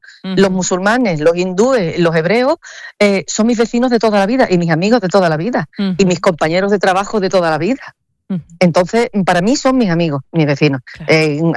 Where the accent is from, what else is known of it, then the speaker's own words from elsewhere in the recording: Ceuta, Spain; born there; yo nací aquí ya, yo soy hija de la emigración.